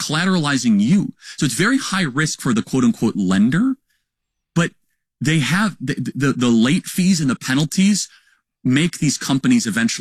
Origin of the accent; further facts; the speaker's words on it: Chicago, Illinois, United States; I grew up in Chicago.